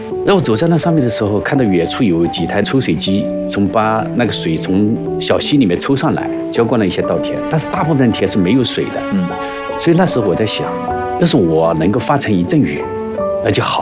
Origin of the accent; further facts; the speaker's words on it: Shaoyang, Hunan, China; 我来自湖南邵阳。